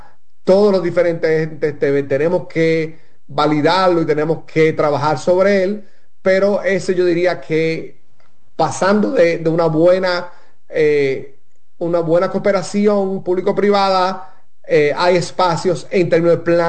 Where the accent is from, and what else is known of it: Dominican Republic